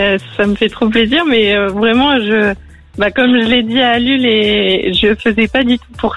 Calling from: Clermont-Ferrand, Auvergne-Rhône-Alpes, France; je viens de Clermont-Ferrand.

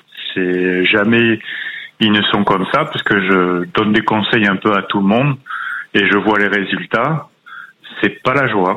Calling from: Marseille, Provence-Alpes-Côte d'Azur, France; À Marseille, directement.

